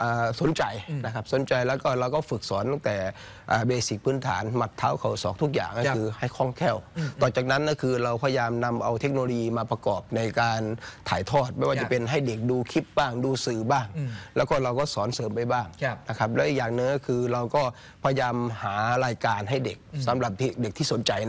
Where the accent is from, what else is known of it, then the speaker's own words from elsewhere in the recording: Khon Kaen, Thailand; moved away as an adult; now in Phetchabun, Thailand; จริงๆก็คือผมเป็นคนต่างจังหวัดผมเป็นคนขอนแก่นผมมาอาศัยอยู่ที่จังหวัดเพชรบูรณ์